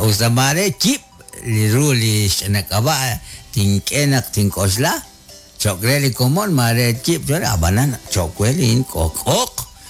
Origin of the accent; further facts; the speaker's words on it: Poptún, Petén, Guatemala; now in Austin, United States; Al saludo desde Agustín, Texas. Soy de Poctún.